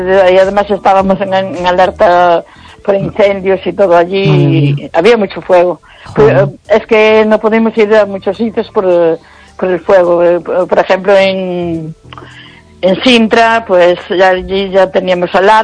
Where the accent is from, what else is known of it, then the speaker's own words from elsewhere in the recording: Galicia, Spain; Pues mi tierra gallega, de los Tamara.